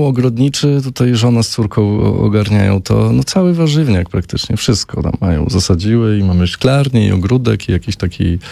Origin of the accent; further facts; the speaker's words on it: Lublin, Lublin Voivodeship, Poland; ja pochodzę z Lublina i jakoś tak się potoczyły losy, że teraz właśnie mieszkamy tam w jeszcze pewniej harmonii naturą.